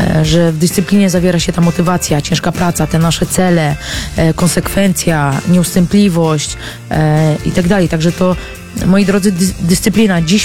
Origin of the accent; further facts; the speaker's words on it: Olsztyn, Warmian-Masurian Voivodeship, Poland; wychowałam się na dość sporym osiedlu olsztyńskim.